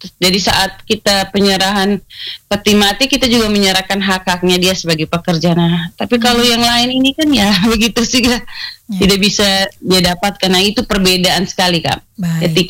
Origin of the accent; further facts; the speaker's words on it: East Nusa Tenggara, Indonesia; Yang kedua itu adalah kebiasaan salah kita orang NTT itu, kebiasaan begadang, Kak.